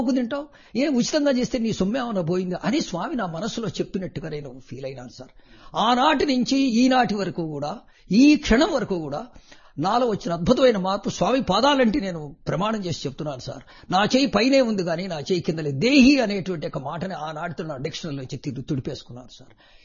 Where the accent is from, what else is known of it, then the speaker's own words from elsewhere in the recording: Pattipadu, Andhra Pradesh, India; మా స్వగ్రామం గుంటూరు దగ్గర పత్తిపాటులో.